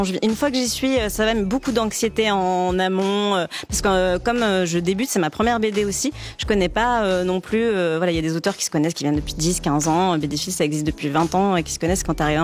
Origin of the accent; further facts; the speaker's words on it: Grand Est, France; Bah, j'ai grandi dans les Vosges.